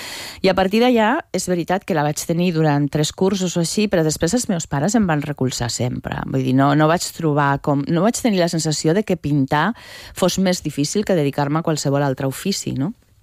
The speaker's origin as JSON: {"language": "Catalan", "town": "Zaragoza", "region": "Aragon", "country": "Spain", "tie": "born or raised there", "said": "la meva infantesa era a Saragossa, molt tranquil·la i amb molt bons amics, que molts conservo des de que érem superpetits."}